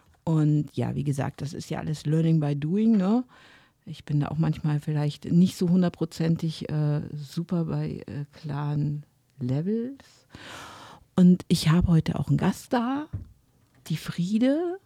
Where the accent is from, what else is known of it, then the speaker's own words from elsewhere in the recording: Bavaria, Germany; moved away; ich komme eigentlich aus Bayern.